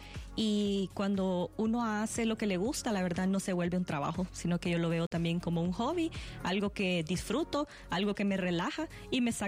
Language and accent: Spanish; Candelaria, Lempira, Honduras; now in La Esperanza, Honduras; yo soy de Candelaria Lempira